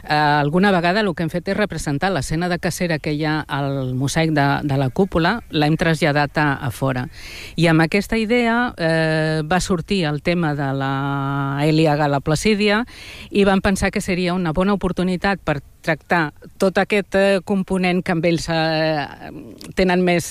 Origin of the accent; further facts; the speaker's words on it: Barcelona, Catalonia, Spain; now in Tarragona, Spain; Jo sóc de Bárquino també, resident aquí des de fa moltíssims anys